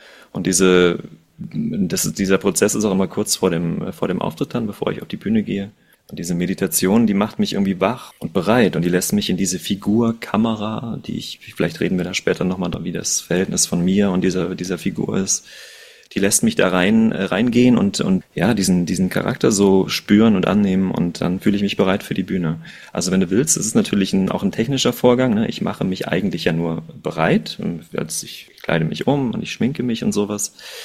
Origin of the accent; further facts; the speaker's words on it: Koblenz, Rhineland-Palatinate, Germany; moved away as an adult; also born or lived in Hildesheim; now in Bremen, Germany; Also ich bin in Koblenz geboren und aufgewachsen am Rhein, habe studiert in Hildesheim und bin dann nach Bremen gegangen.